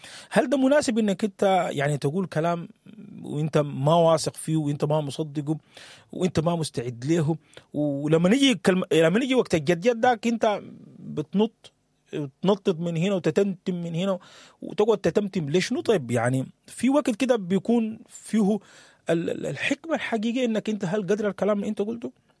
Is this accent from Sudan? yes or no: yes; Sudan; زي ما بنقول احنا كسودانيين